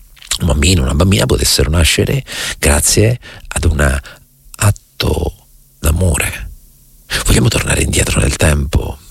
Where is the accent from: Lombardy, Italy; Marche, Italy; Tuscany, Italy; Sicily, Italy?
Marche, Italy; Recanati; sarà che sono da Reganati, sarà che so gobbo anche calcisticamente parlando come Leopardi